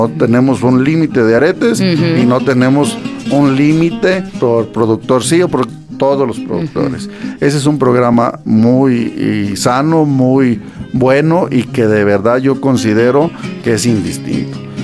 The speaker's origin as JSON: {"language": "Spanish", "region": "Jalisco", "country": "Mexico", "said": "Sí, fíjate que nosotros ahora sí que somos jaliscienses, eso sí, que sea..."}